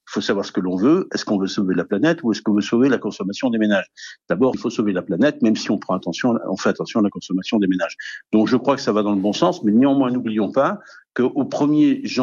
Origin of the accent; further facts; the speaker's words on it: Brittany, France; Voilà, je suis breton, c'est pour ça que je suis un peu chauvin.